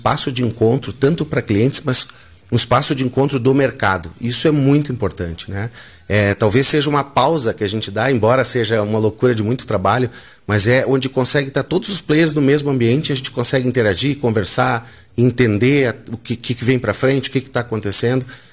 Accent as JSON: {"language": "Portuguese", "town": "Porto Alegre", "region": "Rio Grande do Sul", "country": "Brazil", "moved": "as an adult", "lives_now": "Chapecó, Brazil", "said": "Já dá para perceber que eu sou porto-alegrense."}